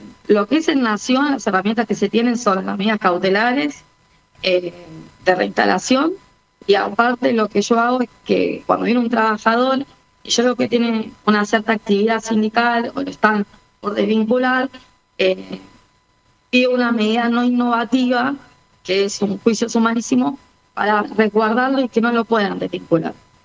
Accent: Argentina; nosotros, como República Argentina

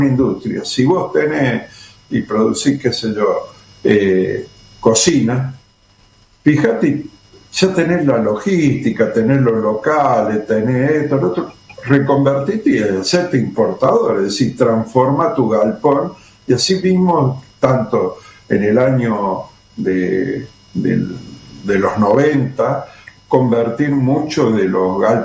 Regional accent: Córdoba, Argentina; soy contador y de Córdoba

